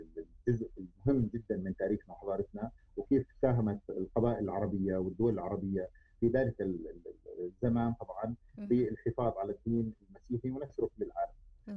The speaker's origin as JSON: {"language": "Arabic", "country": "Jordan", "said": "وعندنا بالأردن"}